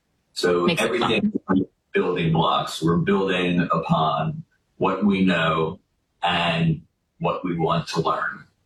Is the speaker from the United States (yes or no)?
yes; Philadelphia, Pennsylvania, United States; I'm from the Philadelphia area.